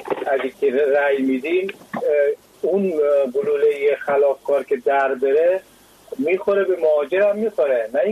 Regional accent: Afghanistan; now in Sweden; من از همزبانه همسایتون از افغانستان هستم

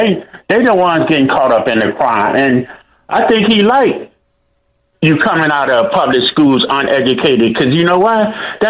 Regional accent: Chicago, Illinois, United States; As a 65-year-old who was born and raised in Chicago from 1961

